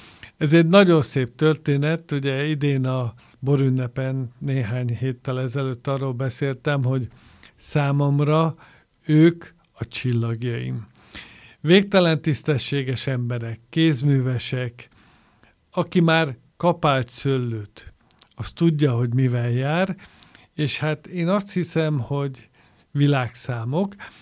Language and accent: Hungarian; Hungary; az onnan jövő újságíró nem értettem, hogy mit szeretne tőlem, magyar embertől